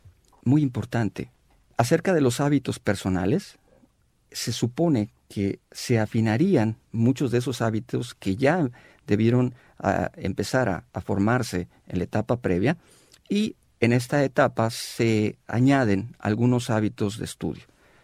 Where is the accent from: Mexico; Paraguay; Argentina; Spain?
Mexico; En nuestro país, en mi país, el país de México